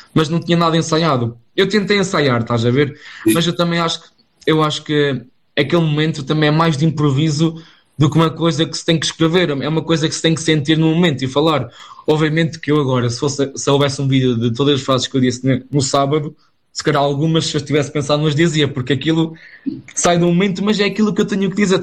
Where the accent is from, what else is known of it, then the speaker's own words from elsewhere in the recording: Bragança, Norte, Portugal; accent: Bragança; dificuldade a adaptar-me ao ritmo e até à própria pronúncia, porque eu tinha já não tenho tanto em dia hoje, portanto, um sotaque da minha terra, lá do Norte de Bragança